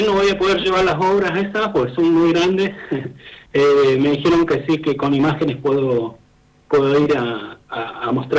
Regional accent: Zapala, Neuquén, Argentina; representar a mi pueblo acá, a Zapala.

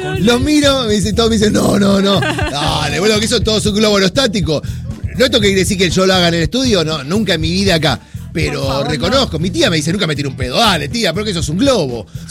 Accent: Buenos Aires, Argentina; born there; Sí, sí, nací en Capital.

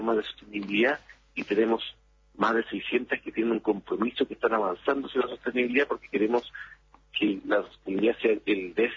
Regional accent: Chile

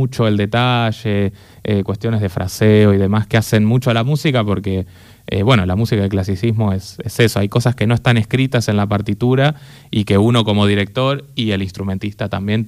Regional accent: Trenque Lauquen, Buenos Aires Province, Argentina; moved away; Voy a estar en Trenquelauquen, en mi pueblo.

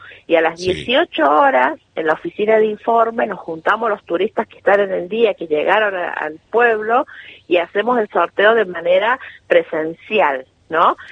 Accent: La Carolina, San Luis, Argentina

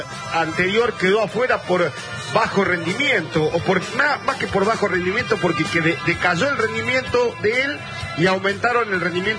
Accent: Argentina; Pero bueno, somos argentinos y nos gustan las difíciles, ¿viste?

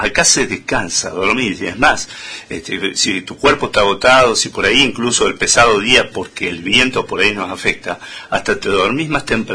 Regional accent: Malargüe, Mendoza, Argentina; muchos de los malarguinos que somos un poco así

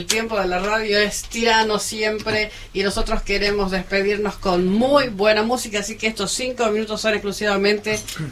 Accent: Salta, Argentina; digo tenemos porque soy salteña también

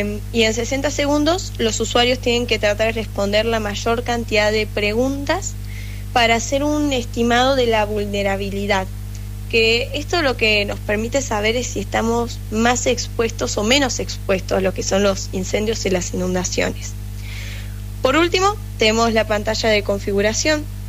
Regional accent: Villa Carlos Paz, Córdoba, Argentina; yo soy de Carlos Paz y vivo muy cerca de lo que sería la ruta a Córdoba.

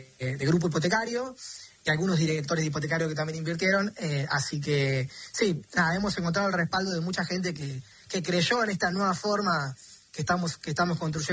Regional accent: Córdoba, Argentina; yo soy acá de Córdoba

